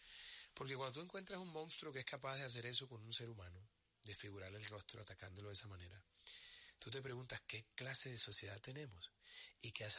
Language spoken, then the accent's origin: Spanish; Barranquilla, Atlántico, Colombia; also born or lived in Bogotá